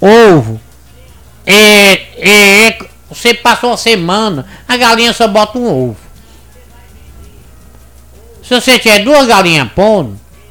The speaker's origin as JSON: {"language": "Portuguese", "region": "Ceará", "country": "Brazil", "lives_now": "Teresina, Brazil", "said": "Sou uma pessoa simples, humilde, vim do interior do Ceará, almoço, janto, feijão, farinha, cuscuz, arroz, não como caviar"}